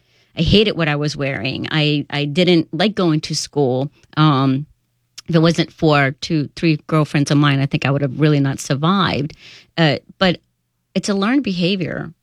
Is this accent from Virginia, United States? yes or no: no; State College, Pennsylvania, United States; moved away as an adult; also born or lived in Iran; And I grew up in State College, by the way.